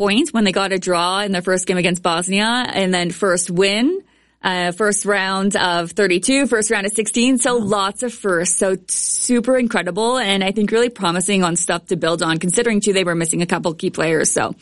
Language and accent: English; Victoria, British Columbia, Canada; I'm biased, we're from Victoria, but Victoria is beautiful, right?